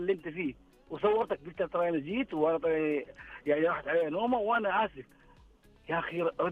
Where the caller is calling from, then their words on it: Mecca, Makkah Province, Saudi Arabia; والله انا من مكه